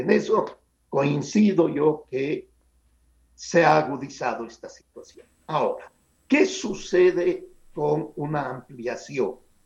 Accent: Sucre, Chuquisaca, Bolivia; Yo soy de Sucre, con mi familia es de Sucre.

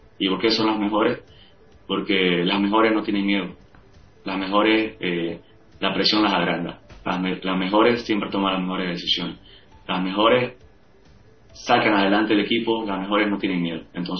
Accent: Bolivia

